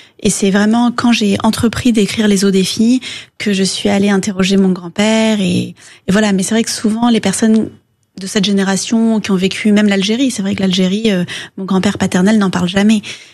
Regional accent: North Vietnam, Vietnam; moved away; also born or lived in United States; moi, je venais du Nord Vietnam, ma famille était du Nord

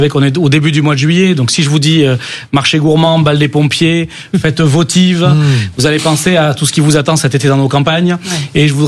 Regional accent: Occitanie, France; Vous dire que je viens du Lot et quand je viens ici à Sud Radio avec vous, j'ai pas l'impression d'être à Paris.

